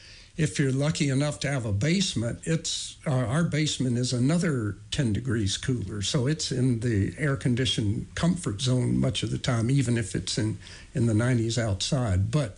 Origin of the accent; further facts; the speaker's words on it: Georgia, United States; I grew up in Georgia in the years before air conditioning mostly.